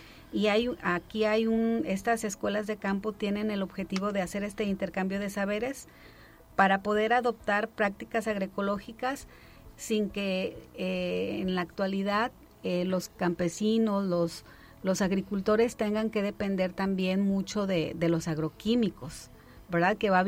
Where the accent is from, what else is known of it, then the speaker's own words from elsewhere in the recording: Mexico; como buenos mexicanos, hijos del maíz, comemos tortillas y siempre hay tortillas en la mesa